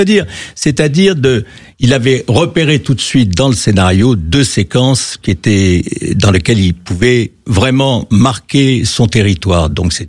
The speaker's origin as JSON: {"language": "French", "town": "Marseille", "region": "Provence-Alpes-Côte d'Azur", "country": "France", "said": "moi-même je suis marseillais"}